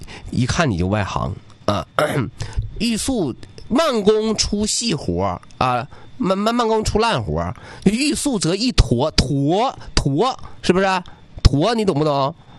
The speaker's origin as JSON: {"language": "Chinese", "region": "Northeast China", "country": "China", "lives_now": "Changchun, China", "said": "作为东北人，十几度冷吗？我觉得还可以啊。"}